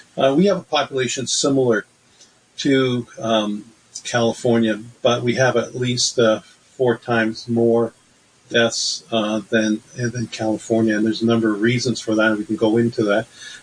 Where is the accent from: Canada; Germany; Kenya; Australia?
Canada; also born or lived in United States; I'm a dual national. I'm a Canadian as well as a U.S. citizen.